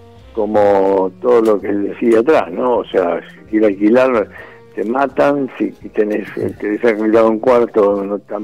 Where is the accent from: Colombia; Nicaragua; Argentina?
Argentina; Buenos Aires; now in Recoleta, Buenos Aires, Argentina; yo soy oriundo de Flores